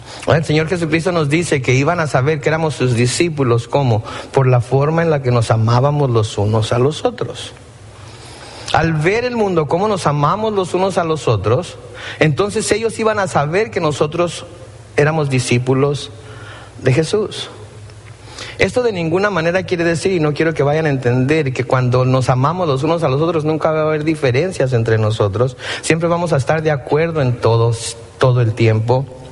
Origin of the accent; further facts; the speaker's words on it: Mexico; Los que venimos de México y que hemos viajado al sur de México sabemos que cada pueblo tiene su santo patrón